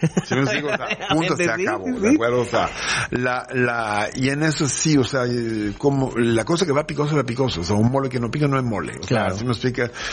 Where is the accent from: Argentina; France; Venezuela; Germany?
France; y obviamente, como buen francés, si quieres halagar a alguien, como en México, saca tus mejores sí, platillos.